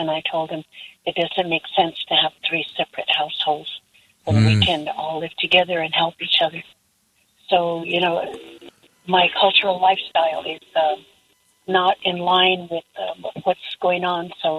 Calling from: Albuquerque, New Mexico, United States

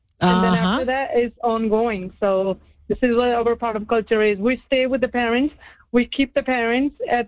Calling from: India; I'm from India

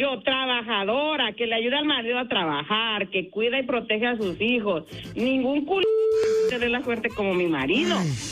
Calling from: Mexico; De México.

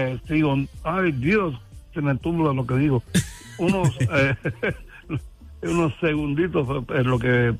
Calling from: Ohio, United States; yo soy locutor de Ohio.

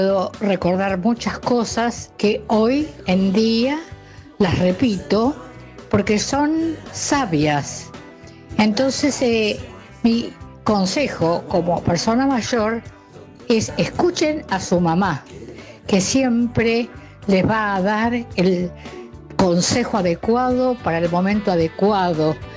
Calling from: Bahía Blanca, Buenos Aires Province, Argentina; soy una vecina de Villa Mitre, soy una señora mayor.

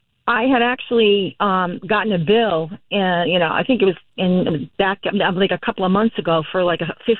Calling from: Portsmouth, Rhode Island, United States; I'm from Portsmouth, Rhode Island.

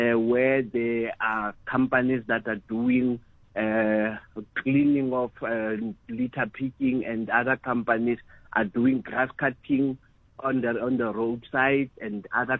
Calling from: Free State, South Africa; from the Free State, Karib District, to be precise, in the Free State, one of the poorest districts in the entire South Africa.

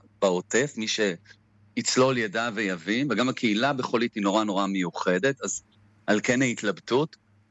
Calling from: Holit, Southern District, Israel; אני מקיבוץ חולית, כן, ב-25 שנים האחרונות

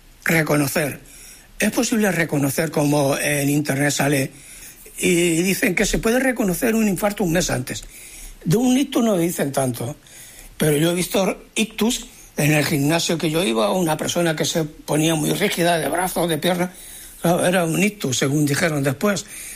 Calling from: Barcelona, Catalonia, Spain; Hola, Farrero … de Barcelona.

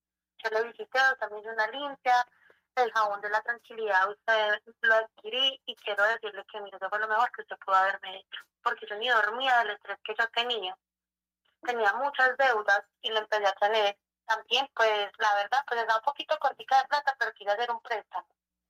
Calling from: Marinilla, Antioquia, Colombia; De Marinilla, Antioquia.

